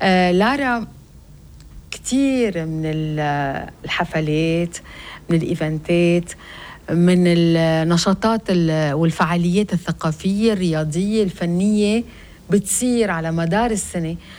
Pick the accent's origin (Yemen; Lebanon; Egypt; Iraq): Lebanon; لأنه ابن ضيعتي، ابن أرتبة